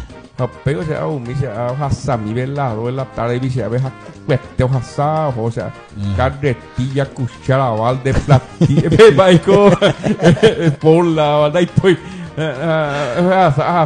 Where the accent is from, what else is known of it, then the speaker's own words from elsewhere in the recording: San Cosme y Damián, Itapúa, Paraguay; San Cosme y Damián, yo soy un departamento de Itapúa.